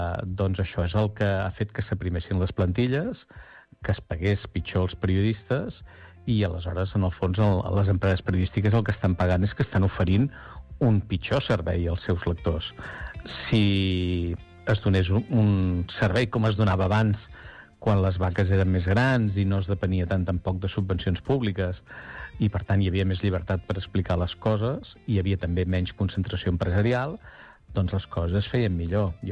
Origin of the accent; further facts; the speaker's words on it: Badalona, Catalonia, Spain; dic que sóc de Badalona i normalment em trobo que el meu interlocutor em diu ah, doncs jo conec una altra persona de Badalona que està per aquí.